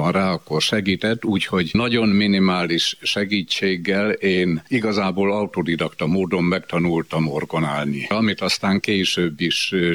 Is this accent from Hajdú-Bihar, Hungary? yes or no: no; Kenézlő, Borsod-Abaúj-Zemplén, Hungary; Alig múltam 2 éves, amikor édesapámat a megyés püspöke áthelyezte Kenézlőre a Bodrog közbe. Én ott nőttem fel, és egészen a gimnázium befejezéséig ott éltem.